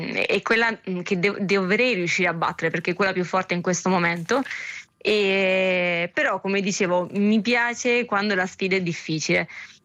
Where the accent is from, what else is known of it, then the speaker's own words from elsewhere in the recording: Ostia, Lazio, Italy; E l'Italia, io sono di Ostia, e diciamo che quale umidità e caldo ci sta avvolgendo